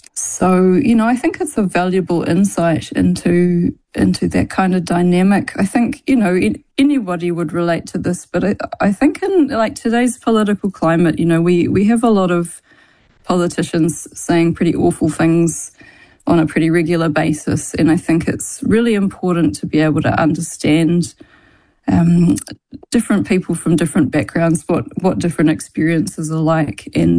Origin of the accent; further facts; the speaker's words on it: New Zealand; as Pākehā New Zealanders